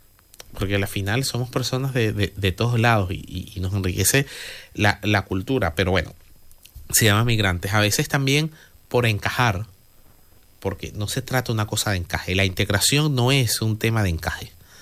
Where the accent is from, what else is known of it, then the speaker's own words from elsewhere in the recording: Maracay, Aragua, Venezuela; Yo donde soy, de Maracay, que es una región del centro del país